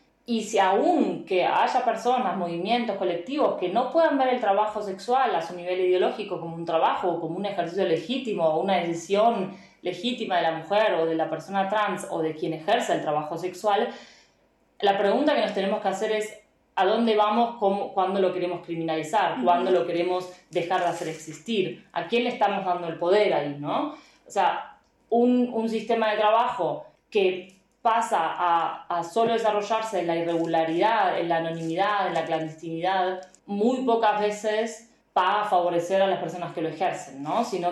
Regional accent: Argentina; now in Vienna, Austria; Yo vengo originalmente de Argentina

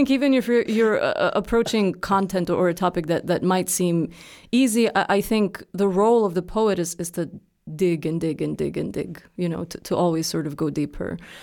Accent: Sarajevo, Federation of Bosnia and Herzegovina, Bosnia & Herzegovina; because I grew up in Sarajevo in this part of the city that's sort of like, Sarajevo has a river and there's a valley

